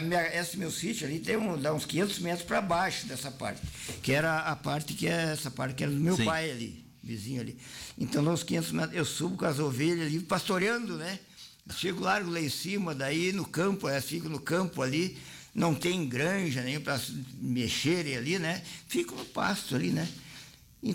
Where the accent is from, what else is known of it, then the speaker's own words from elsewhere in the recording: Soledade, Rio Grande do Sul, Brazil; moved away; eu voltar para a minha terra natal, que é Soledade aqui, e o meu Rio Grande do Araçá